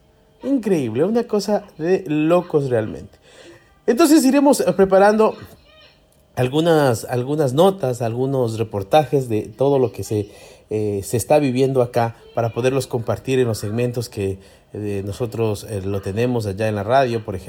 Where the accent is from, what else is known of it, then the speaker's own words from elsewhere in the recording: Ecuador; soy el único yaminguito que estoy por acá, soy el único ecuatoriano